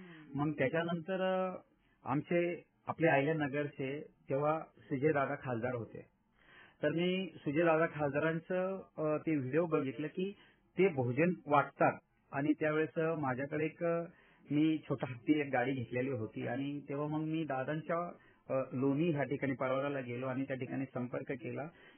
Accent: Varvande, Maharashtra, India; मी मूळचा माझं गाव वरवंडे आहे. मी राहुरी तालुक्यात आहे राहिला आणि मुळानगर या ठिकाणी आपण राहत असताना लहानपणी आमचं पूर्ण बचपन म्हणजे धरणाच्या कडेला गेलं.

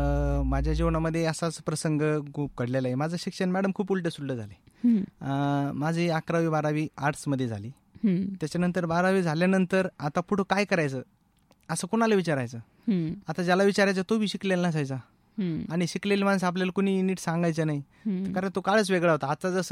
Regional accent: Wahira, Maharashtra, India; माझं जे गाव आहे ते वाहेरा आहे, आष्टी तालुक्यामध्ये, बीड जिल्ह्यामध्ये, म्हणजे मी मराठवाड्यामध्ये मरतो. तर एकदम ग्रामीण भागामध्ये माझं गाव आहे. जसं बालपण हे आनंदात सुखातच असतं, तसं माझं बालपण हे अतिशय चांगल्या पद्धतीने झालं.

